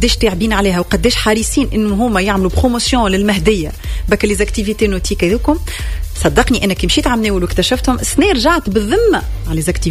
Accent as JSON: {"language": "Arabic", "country": "Tunisia", "said": "انا تونسية منيش اجنبية"}